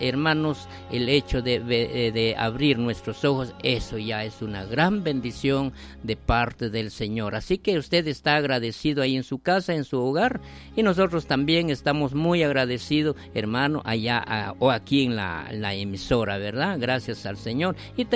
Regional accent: San Juan Sacatepéquez, Guatemala Department, Guatemala; allá en mi pueblo también, allá en San Juan Zacatepeques

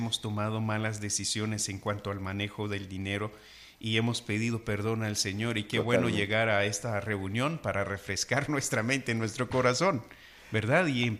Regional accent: Guatemala; Como chapines a veces decimos, es gratis

